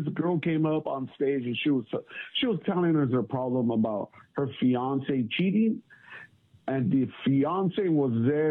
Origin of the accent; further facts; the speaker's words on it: East Los Angeles, California, United States; I grew up in East Los Angeles, California in the 90s, and I got into comedy in a different way.